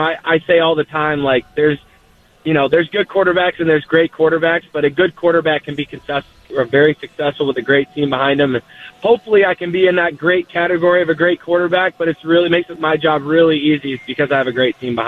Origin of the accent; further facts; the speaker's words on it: Michigan, United States; I'm from Michigan, born and raised. Born and raised outside of the Metro Detroit area.